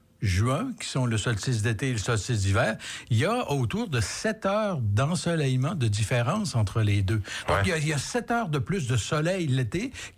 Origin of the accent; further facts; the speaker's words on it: Canada; Chez nous, au Canada